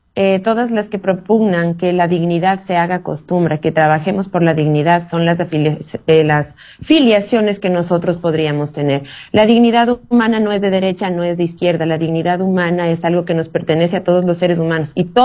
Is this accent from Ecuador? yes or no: yes; Latacunga, Cotopaxi, Ecuador; Cotopaxi, soy la tacungueña